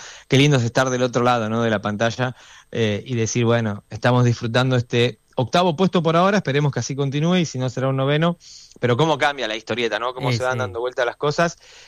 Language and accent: Spanish; Argentina; como bien argentinos que somos